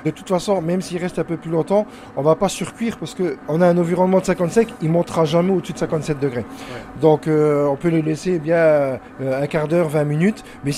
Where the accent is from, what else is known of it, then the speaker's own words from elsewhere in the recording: Grand Est, France; on a des très bonnes viandes chez nous en Lorraine